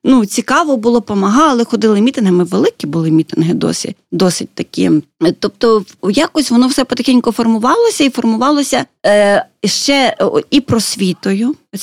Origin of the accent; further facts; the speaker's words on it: Lviv Oblast, Ukraine; moved away as an adult; now in Kharkiv, Ukraine; Львівщина.